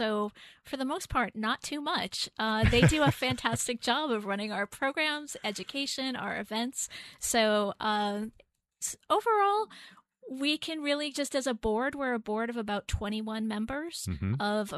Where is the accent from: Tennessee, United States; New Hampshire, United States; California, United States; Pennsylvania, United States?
New Hampshire, United States; Londonderry; I grew up in Londonderry.